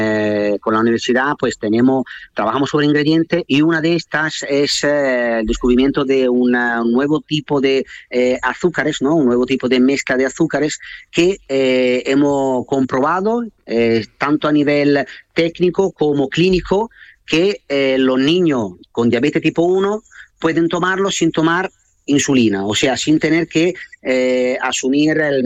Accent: Italy; Spanish is a second language; now in Cádiz, Spain; es verdad que yo soy italiano, pero llevo ya muchos años, sobre todo con la heladería aquí.

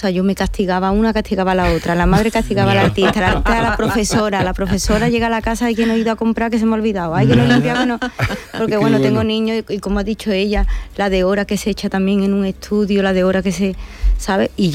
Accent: Seville, Andalusia, Spain; Y no se puede hacer en Bienal de Sevilla, me da mucha pena porque es mi tierra. Tengo 49 años, es mi momento y me hubiese encantado.

